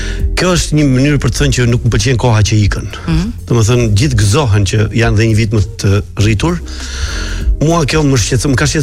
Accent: Sarandë, Vlorë County, Albania; now in Greece; Unë isha nga Saranda, na kapën në Korfuz, na nien det, na kapën, na kthyen. Shkova, arrita në Greqi mbas një përpjekje të madhe që bëra.

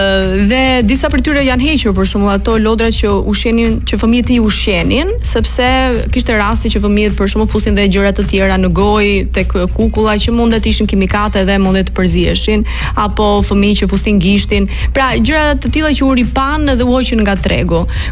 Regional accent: Berat, Berat County, Albania; Jo, unë jam nga Berati.

